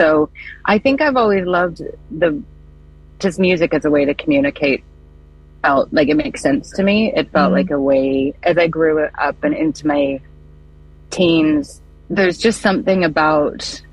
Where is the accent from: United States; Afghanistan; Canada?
Canada; Wingham, Ontario; moved away as an adult; also born or lived in Toronto, Canada; now in London, United Kingdom; From a very small town called Wingham, which is in southwestern Ontario. And then I spent a lot of years in Toronto until recently. I just packed up and moved over here about 3 months ago.